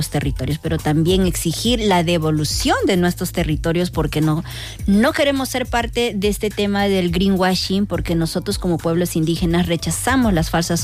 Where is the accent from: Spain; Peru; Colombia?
Peru; Amazon; Sí, yo soy de la Amazonía de Perú, el pueblo Kichwa